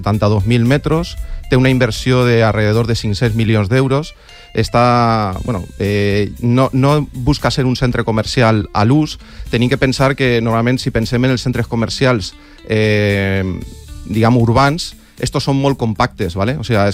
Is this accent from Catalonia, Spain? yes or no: no; Torrent, Valencian Community, Spain; Per a qui no se situe, que no siga d'ací de València, jo soc de Torrent i m'he quedat molt propet